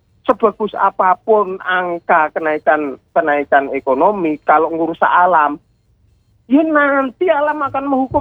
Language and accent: Indonesian; Central Java, Indonesia; tanah kita Jawa Tengah ini ya